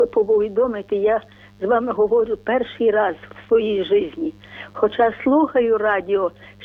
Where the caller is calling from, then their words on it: Khmelnytskyi, Khmelnytskyi Oblast, Ukraine; Я з Хмельницького телефоную